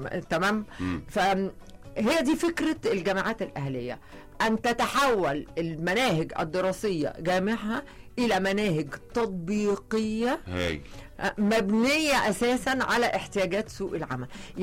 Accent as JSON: {"language": "Arabic", "country": "Egypt", "said": "انا ما انفعش غير اني اكون مصرية."}